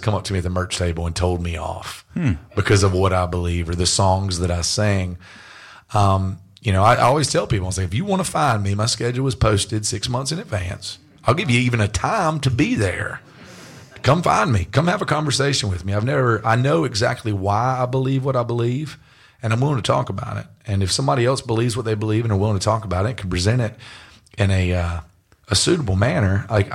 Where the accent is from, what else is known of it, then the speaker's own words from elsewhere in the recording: North Carolina, United States; moved away as an adult; I'm a redneck from North Carolina, like, I never left this state until I was 18 years old.